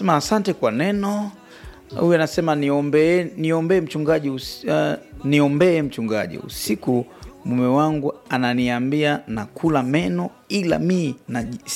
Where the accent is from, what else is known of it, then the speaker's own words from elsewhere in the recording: Mafinga, Iringa, Tanzania; natokea Mafinga.